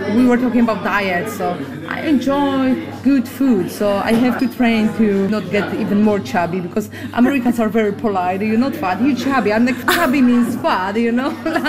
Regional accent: Olsztyn, Warmian-Masurian Voivodeship, Poland; I'm from Olsztyn. They just opened the first pickleball court.

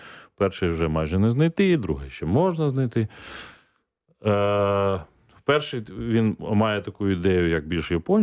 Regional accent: Odesa, Odesa Oblast, Ukraine; я от такий от я неправильний одесит, хоча я народився в Одесі

